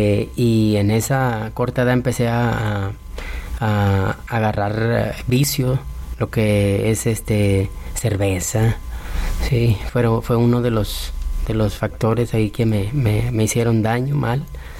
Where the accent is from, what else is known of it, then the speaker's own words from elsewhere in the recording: Monterrey, Nuevo León, Mexico; desde la edad de 13 años aquí en Monterrey, soy nativo de aquí nací